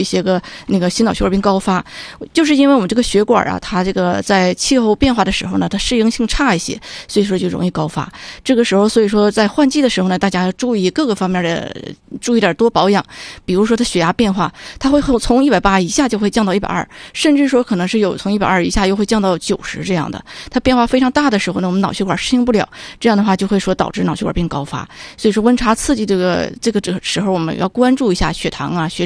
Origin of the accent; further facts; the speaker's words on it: Northeast China, China; 我们东北人呢，很多人是喜欢重油啊、重盐这个饮食